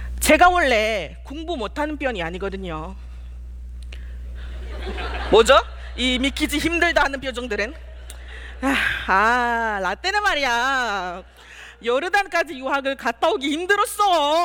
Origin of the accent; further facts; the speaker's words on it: Malaysia; Korean is a second language; 저는 말레이시아에서 왔어요